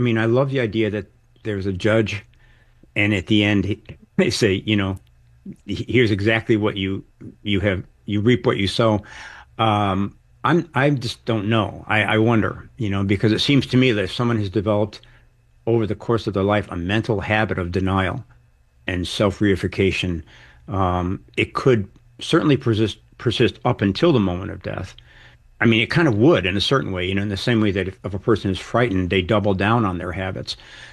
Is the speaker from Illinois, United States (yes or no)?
yes; Chicago, Illinois, United States; I grew up in Chicago, and that it was a very close connection between sincerity and humor.